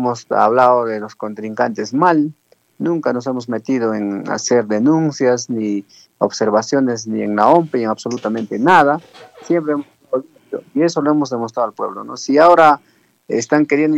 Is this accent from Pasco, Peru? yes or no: yes; Villa Rica, Pasco, Peru; en Villarrica, porque es mi pueblo, porque mis paisanos